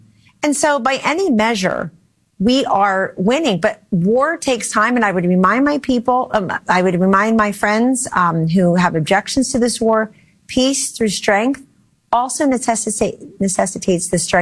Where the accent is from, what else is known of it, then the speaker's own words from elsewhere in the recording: New Jersey, United States; what do we have, 10 million people now in my home state? I'm a Jersey girl forever.